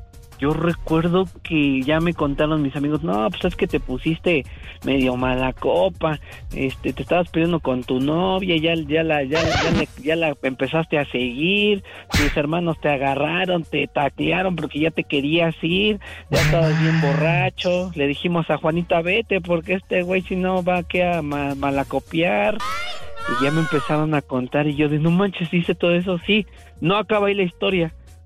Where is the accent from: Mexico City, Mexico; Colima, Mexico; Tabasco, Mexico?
Mexico City, Mexico; yo soy de la Cadía Cuauhtémoc, pero está bien feo el...